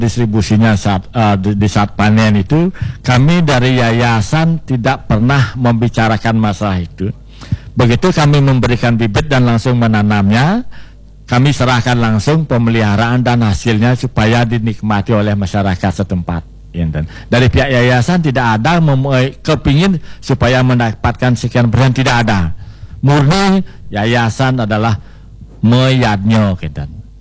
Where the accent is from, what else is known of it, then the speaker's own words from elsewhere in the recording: Bali, Indonesia; Kami orang Bali tidak tidak rasis.